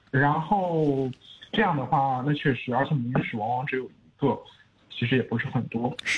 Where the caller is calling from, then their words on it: northern China, China; 我是一个北方人，北方小镇的人。